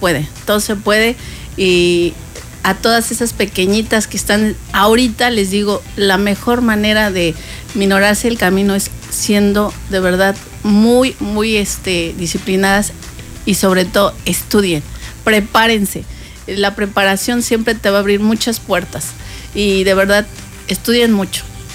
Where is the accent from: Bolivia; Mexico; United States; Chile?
Mexico; Nosotros como mexicanas y mexicanos